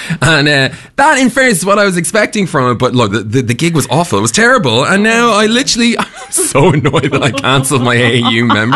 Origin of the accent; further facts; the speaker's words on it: Ireland; I'm Irish.